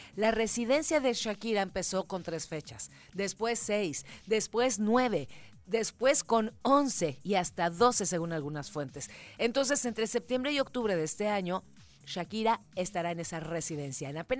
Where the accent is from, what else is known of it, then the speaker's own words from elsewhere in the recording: Mexico; Bueno, todo el año soy mexicana, por supuesto, pero en septiembre, que ya está terminando, puedo decir